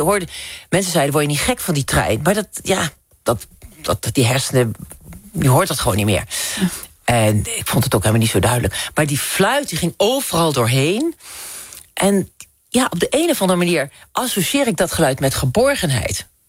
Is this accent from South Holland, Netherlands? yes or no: no; Drenthe, Netherlands; ik kom uit Drenthe